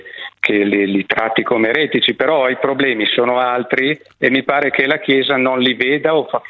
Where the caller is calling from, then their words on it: Cremona, Lombardy, Italy; chiamo da Cremona.